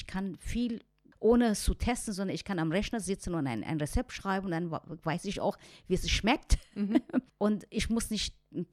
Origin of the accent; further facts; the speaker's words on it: Iran; German is a second language; moved away as an adult; now in Germany; wenn ich als Iranerin darauf verzichten muss